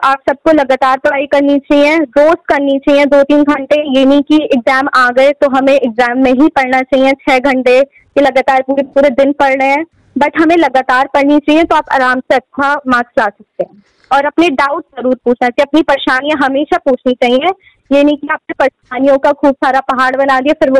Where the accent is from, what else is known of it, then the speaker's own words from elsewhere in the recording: Rampur, Uttar Pradesh, India; और मैं रामपुर से हूँ।